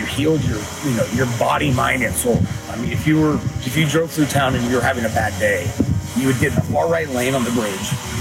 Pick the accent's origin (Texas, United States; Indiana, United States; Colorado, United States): Texas, United States; Kerrville; I mean, I'm from Kerrville. There's a lot of things that have put me in a position to be able to do this.